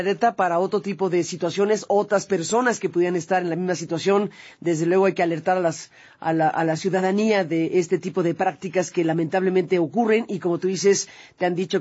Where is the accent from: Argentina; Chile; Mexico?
Mexico; also born or lived in Spain; Yo tengo doble nacionalidad, yo soy mexicana y española